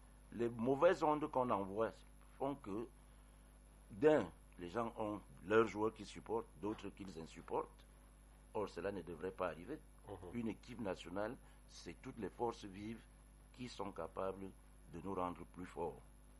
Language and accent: French; Cameroon; Quand les Lions jouent, on est Camerounais.